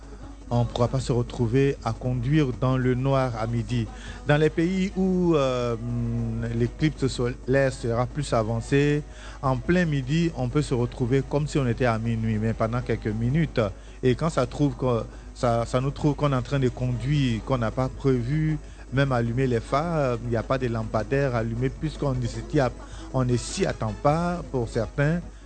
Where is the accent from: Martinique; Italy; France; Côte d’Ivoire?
Côte d’Ivoire; Alors, chez nous, en Côte d'Ivoire, on dira, même si l'éclipse n'est pas visible